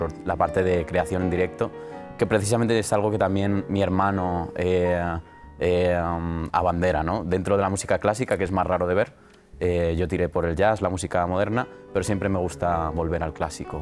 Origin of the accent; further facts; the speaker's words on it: San Lorenzo de El Escorial, Community of Madrid, Spain; born there; now in Madrid, Spain; en el que nunca he tenido el lujo de vivir, pero que forma parte de mi infancia, porque estudié allí en el Centro Integrado de Música Padre Antonio Soler de San Lorenzo.